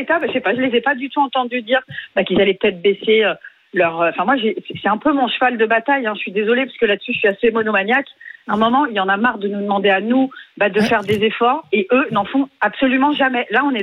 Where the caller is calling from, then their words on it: Bayonne, Nouvelle-Aquitaine, France; J'habite à Bayonne